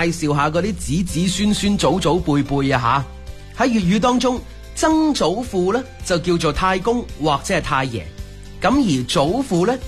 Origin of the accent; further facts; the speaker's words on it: Guangdong, China; 我哋广东人呢就会叫佢做塞